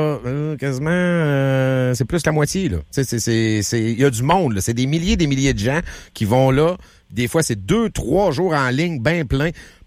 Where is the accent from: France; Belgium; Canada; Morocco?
Canada; Quebec; Nous, moi, je viens du centre du Québec.